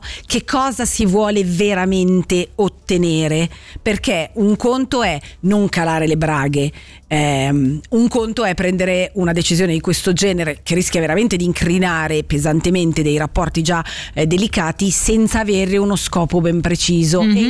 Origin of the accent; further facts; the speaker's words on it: Ticino, Switzerland; noi da ticinesi